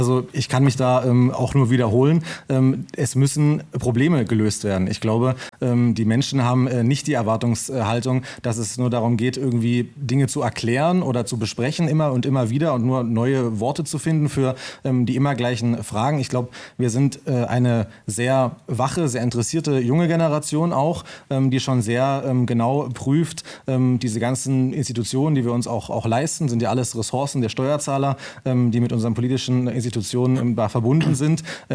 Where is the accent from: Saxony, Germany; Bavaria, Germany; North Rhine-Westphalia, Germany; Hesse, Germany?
Saxony, Germany; Görlitz; in Görlitz, in meiner Heimatstadt